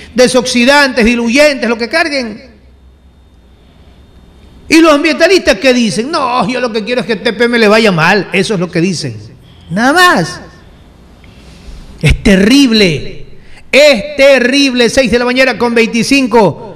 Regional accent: Ecuador; que somos los ecuatorianos

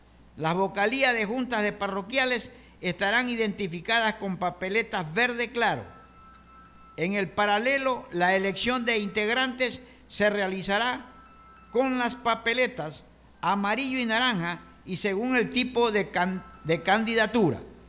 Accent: Ecuador

